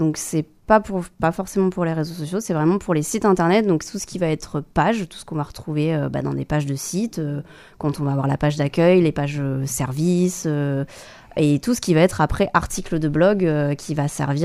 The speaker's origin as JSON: {"language": "French", "town": "Périgueux", "region": "Nouvelle-Aquitaine", "country": "France", "also_born_or_lived": "Bordeaux", "lives_now": "Ménesplet, France", "said": "je viens de Périgueux, oui."}